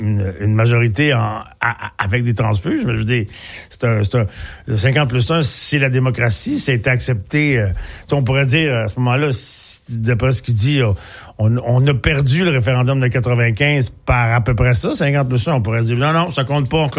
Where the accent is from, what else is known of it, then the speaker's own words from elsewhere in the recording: Shawinigan, Quebec, Canada; moved away; Tu sais que je viens de Shawinigan.